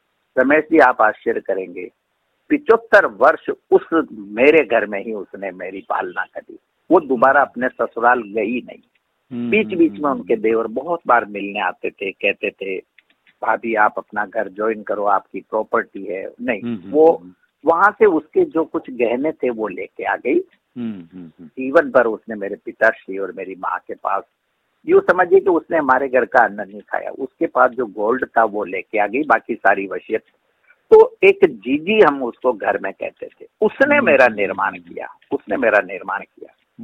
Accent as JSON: {"language": "Hindi", "town": "Bhilwara", "region": "Rajasthan", "country": "India", "tie": "born there", "said": "मेरा जन्म 31 जुलाई 1951 को, 51 में भीलवाड़ा में मेरा जन्म हुआ।"}